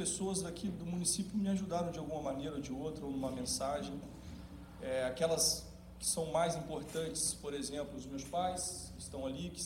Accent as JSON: {"language": "Portuguese", "country": "Brazil", "tie": "born or raised there", "moved": "as an adult", "said": "eu guardo muito as minhas origens. Origens, nasci e fui criado aqui em Luiz Freire."}